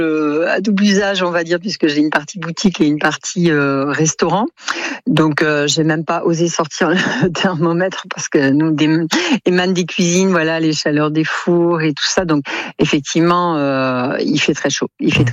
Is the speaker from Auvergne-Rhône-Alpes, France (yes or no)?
no; Pau, Nouvelle-Aquitaine, France; chez nous à Pau